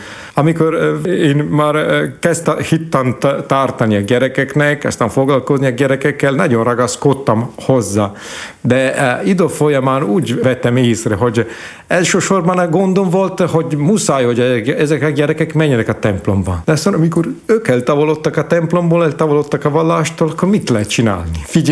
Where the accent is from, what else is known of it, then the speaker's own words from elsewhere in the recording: Italy; Hungarian is a second language; moved away as an adult; now in Slovakia; a szülőfalumban, annak ellenére, hogy nagyon katolikus falu, talán a legkatolikusabb olasz régióban áll a falum